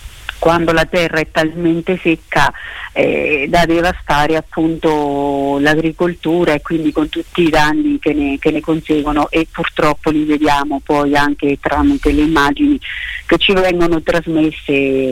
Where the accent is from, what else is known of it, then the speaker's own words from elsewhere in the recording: Tolentino, Marche, Italy; noi siamo di Tolentino